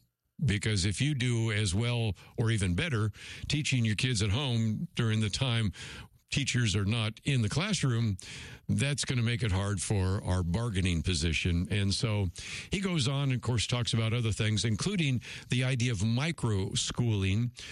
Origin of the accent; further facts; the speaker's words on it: the Bay Area, California, United States; I grew up in the Bay Area